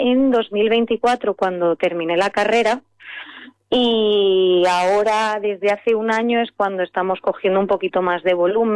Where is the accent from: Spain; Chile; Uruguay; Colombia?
Spain; Madrid, Community of Madrid; moved away as an adult; also born or lived in Italy; now in Seville, Spain; 18 años, cuando se te abren las puertas del mundo, me fui a Italia a estudiar diseño de moda. A la que volví a Madrid, porque yo soy madrileña